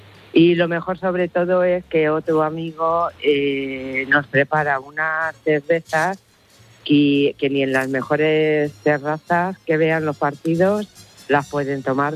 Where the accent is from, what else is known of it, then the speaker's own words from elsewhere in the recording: Toledo, Castilla-La Mancha, Spain; Soy de Toledo.